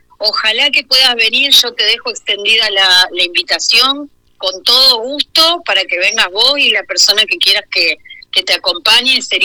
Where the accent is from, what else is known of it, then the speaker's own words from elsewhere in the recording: Rosario, Santa Fe, Argentina; now in Buenos Aires, Argentina; yo soy rosarina, por más que vivo en Buenos Aires, soy rosarina. Así que siempre tengo esa presencia del pueblo y de la cercanía.